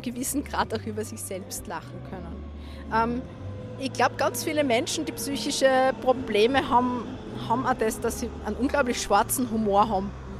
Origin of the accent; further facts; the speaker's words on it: Styria, Austria; ich komme aus der Obersteiermark